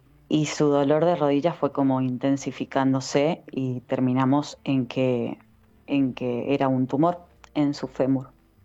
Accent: Mendoza, Argentina; moved away as an adult; now in Neuquén, Argentina; Nosotros somos mendocinos, pero vivimos en Neuquén hace ya 5 años. Entonces toda nuestra familia, todo nuestro pilar está en Mendoza.

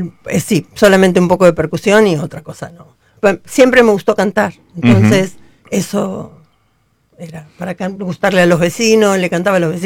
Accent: Ciudad Evita, Buenos Aires Province, Argentina; also born or lived in Avellaneda; Porque después me crié, nací en Avellaneda, pero después me vine a Ciudad Evita.

